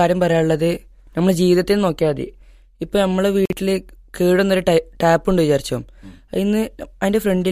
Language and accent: Malayalam; Kozhikode, Kerala, India; ഞാൻ കോഴിക്കോട് തൊണ്ടയുടെ ഭാഗത്തു നിന്നാണ്.